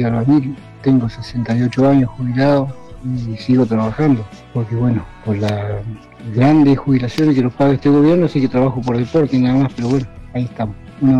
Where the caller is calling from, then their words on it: Zapala, Neuquén, Argentina; de Zapala, en la provincia de Neuquén.